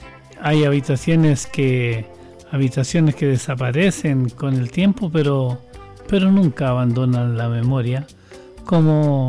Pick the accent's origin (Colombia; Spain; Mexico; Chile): Chile; Litueche, O'Higgins; born there; quienes nacimos en Rosario de Solís y que hoy se llama Litueche